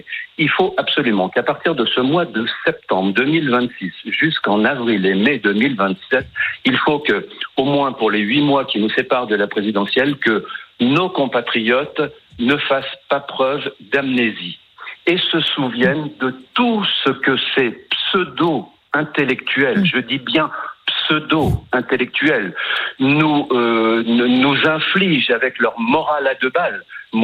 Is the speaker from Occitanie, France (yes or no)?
no; Lyon, Auvergne-Rhône-Alpes, France; Parce que quand ils sont venus, je suis de Lyon...